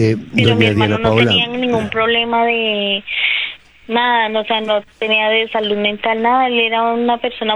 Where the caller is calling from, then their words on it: Ibagué, Tolima, Colombia; En el momento me encuentro en Ibagué